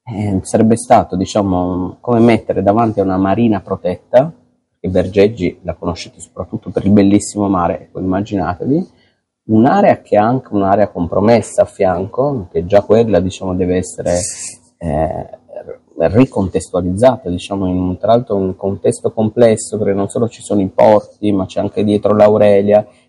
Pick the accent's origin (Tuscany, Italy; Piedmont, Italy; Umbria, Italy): Piedmont, Italy; Turin; Io sono torinese, come sai, ma sono contento.